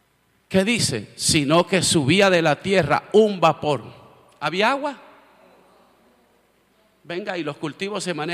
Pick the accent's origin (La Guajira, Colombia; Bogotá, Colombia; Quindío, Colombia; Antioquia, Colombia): La Guajira, Colombia; moved away; yo que soy de La Guajira, y La Guajira tiene una parte desértica